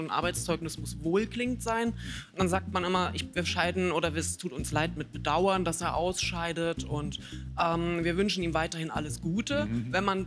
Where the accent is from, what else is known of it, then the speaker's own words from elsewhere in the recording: Flensburg, Schleswig-Holstein, Germany; Aus Flensburg.